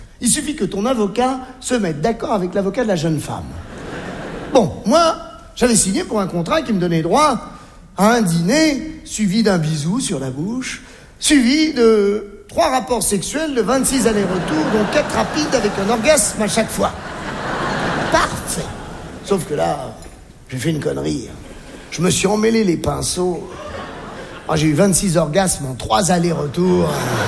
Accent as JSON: {"language": "French", "country": "Algeria", "tie": "born there"}